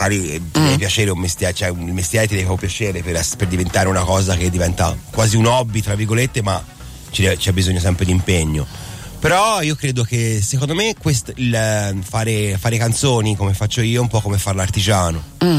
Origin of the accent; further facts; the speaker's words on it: Livorno, Tuscany, Italy; Sono di Livorno, abito davanti al mare